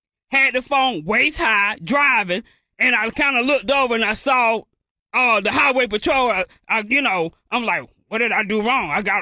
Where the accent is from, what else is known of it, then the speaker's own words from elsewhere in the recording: North Carolina, United States; well, I'm not from South Carolina. You know, I'm from North Carolina.